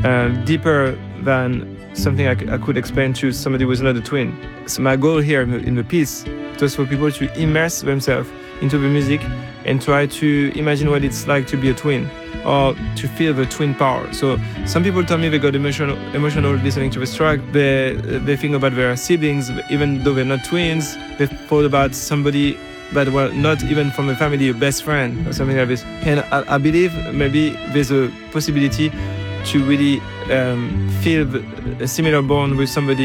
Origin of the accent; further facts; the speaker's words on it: Paris, Île-de-France, France; I grew up in Paris, listening to your music, to your records, early on when I was studying at the conservatory